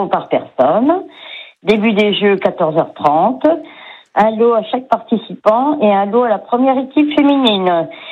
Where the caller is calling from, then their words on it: Buzançais, Centre-Val de Loire, France; le concours de belote se passe au club chez nous à Busancé.